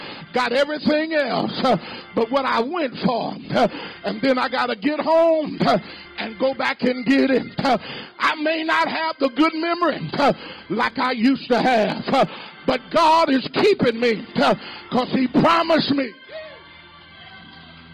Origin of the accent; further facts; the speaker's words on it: St. Louis, Missouri, United States; I'm from St. Louis.